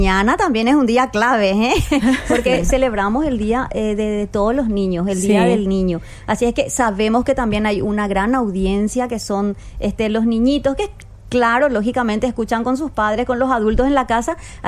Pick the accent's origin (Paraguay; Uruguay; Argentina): Paraguay